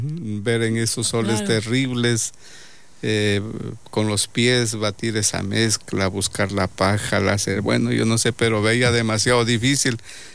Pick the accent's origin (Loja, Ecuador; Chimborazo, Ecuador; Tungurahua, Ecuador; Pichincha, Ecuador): Loja, Ecuador; born there; also born or lived in Gonzanamá, Ecuador / Catamayo, Ecuador; Y me llevaron también a Loja.